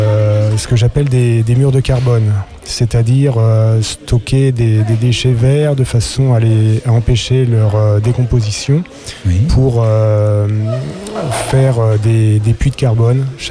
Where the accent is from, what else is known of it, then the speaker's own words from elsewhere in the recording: Pays de la Loire, France; also born or lived in Marseille; J'ai passé donc mon enfance à Sellery-Boul